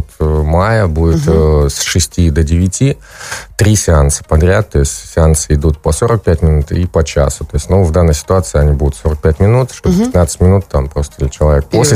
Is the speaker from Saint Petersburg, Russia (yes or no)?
yes; Saint Petersburg, Russia; я сам из Петербурга